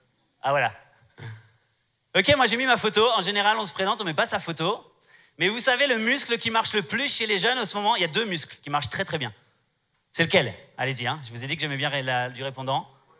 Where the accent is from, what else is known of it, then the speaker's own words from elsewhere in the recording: Strasbourg, Grand Est, France; Je viens de Strasbourg, je vous l'ai dit hier, pour ceux qui viennent là cet après-midi, Strasbourg, c'est en France, ok? C'est sur la bordure allemande, mais c'est en France.